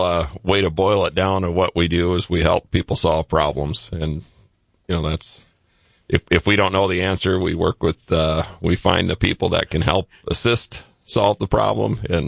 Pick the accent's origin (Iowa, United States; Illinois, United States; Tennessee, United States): Iowa, United States; Rock Rapids; also born or lived in Alexandria, Minnesota; now in Sioux Falls, United States; Born in Alexandria, Minnesota. I grew up in Rock Rapids, Iowa, and been in Sioux Falls here the past 30-some years.